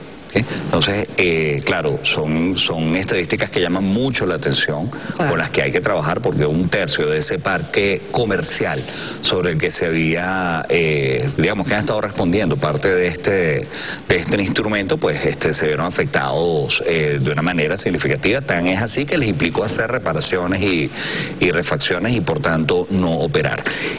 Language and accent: Spanish; Venezuela; la gran lección que podemos tener acá como venezolanos